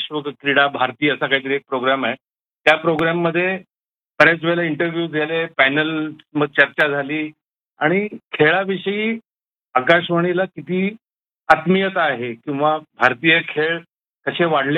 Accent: Sangli, Maharashtra, India; मी मूळचा आहे सांगलीचा

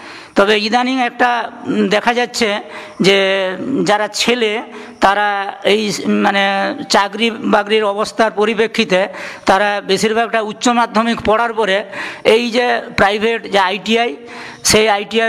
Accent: West Bengal, India; আমার বাড়ি ডেবরা থানার কালুয়াকুপ গ্রাম, পোস্ট ঝাঁঝিয়া, জেলা পশ্চিম মেদিনীপুর।

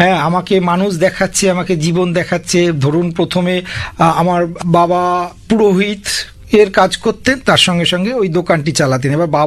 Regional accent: Nabagram, West Bengal, India; 1948 সাল থেকে এখানে বসতি, এটা হচ্ছে পঞ্চায়েত এলাকা। সেই নবগ্রাম পঞ্চায়েত এলাকায় আমার জন্ম, আমার বেড়ে ওঠা, আমি আজ 50 বছর বয়স পর্যন্ত ওখানেই আছি

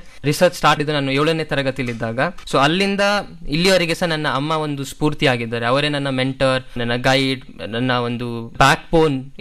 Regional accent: Srirangapatna, Karnataka, India; Resource ಕಾರಣಕ್ಕಾಗಿ ನನ್ನ ಶ್ರೀರಂಗಪಟ್ಟಣದಿಂದ ನಾನು ಮಂಗಳೂರಿಗೆ ಹೋಗಬೇಕಾಯಿತು.

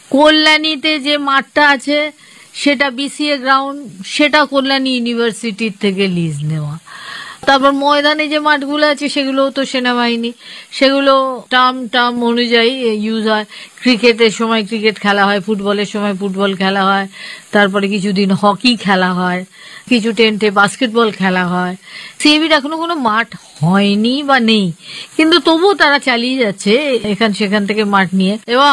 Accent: Kolkata, West Bengal, India; আমি, সবাই কিন্তু কলকাতার মেয়ে।

